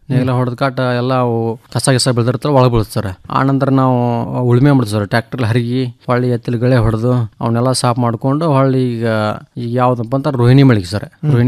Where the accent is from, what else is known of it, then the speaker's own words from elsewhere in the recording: Dyamahunasi, Karnataka, India; born there; ಗಜೇಂದ್ರಗಡ ತಾಲೂಕು ದ್ಯಾಮಹುಣಸಿ ಗ್ರಾಮದ ರೈತ. … ನಾನು ಹುಟ್ಟಿದ್ದು ಅದೇ ದ್ಯಾಮಹುಣಸಿ ಗ್ರಾಮದಲ್ಲಿ.